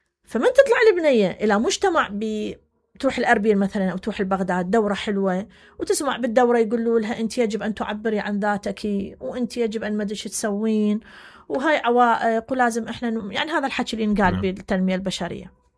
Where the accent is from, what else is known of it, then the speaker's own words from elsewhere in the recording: Iraq; إحنا كمجتمع عراقي